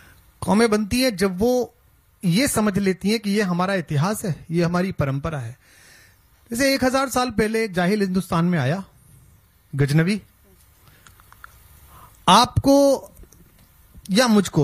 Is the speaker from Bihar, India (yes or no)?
no; Bulandshahr district, Uttar Pradesh, India; मैं बुलंदशहर जिले का हूँ